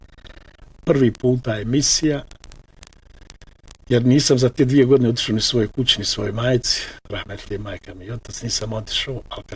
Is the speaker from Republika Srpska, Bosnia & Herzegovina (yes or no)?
no; Odžak, Federation of Bosnia and Herzegovina, Bosnia & Herzegovina; Prvo odakle ste, rekao sam da sam iz Odžaka, iz Posavine.